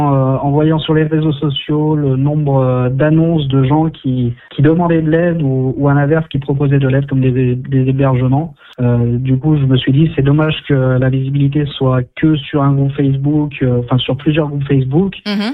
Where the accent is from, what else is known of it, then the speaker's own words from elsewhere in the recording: Auvergne-Rhône-Alpes, France; moi je suis originaire d'Isère, j'ai toujours grandi là-bas.